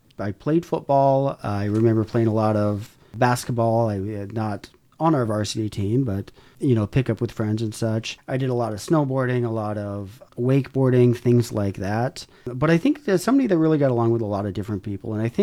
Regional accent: Spokane, Washington, United States; moved away as an adult; now in Port Townsend, United States; No, we've lived here about a decade, but before that, I was originally born and raised in Spokane.

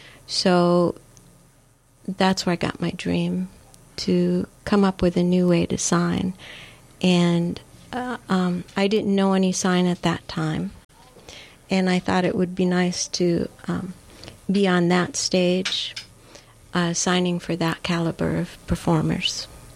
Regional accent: England, United Kingdom; also born or lived in Ohio, United States; Made in England, born in Ohio, moved to England when I was a child

